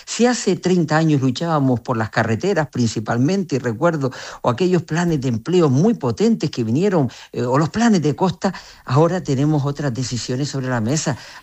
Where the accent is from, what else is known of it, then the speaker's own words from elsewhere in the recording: Canary Islands, Spain; porque me duele mi tierra.